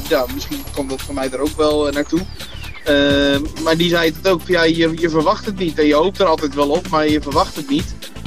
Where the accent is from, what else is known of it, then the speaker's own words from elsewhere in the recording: Houten, Utrecht, Netherlands; ik kom zelf uit Houten. Dat zijn 10 minuutjes van de jaarbeurs.